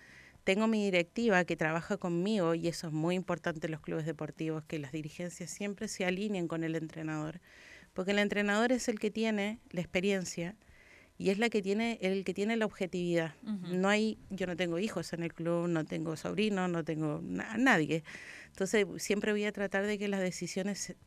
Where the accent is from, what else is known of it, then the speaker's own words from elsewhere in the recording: Argentina; now in San Joaquín, Chile; Yo siendo argentina